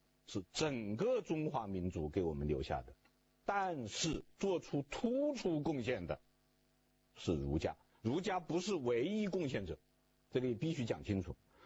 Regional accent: China; 我心依然是中国心。

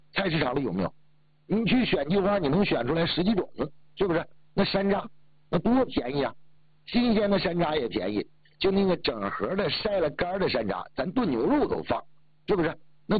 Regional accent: Northeast China, China; 那我记着小的时候在东北，这个每次吃了橘子剩那个皮儿

